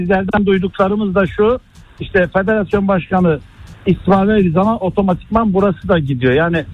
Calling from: Istanbul, Turkey; İstanbul'dan arıyorum.

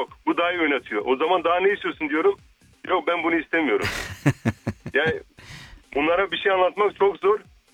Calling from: Istanbul, Turkey; İstanbul'dan.

